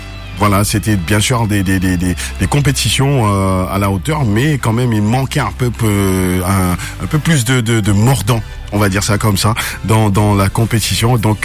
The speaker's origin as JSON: {"language": "French", "country": "France", "said": "donc moi je suis français comme d'habitude."}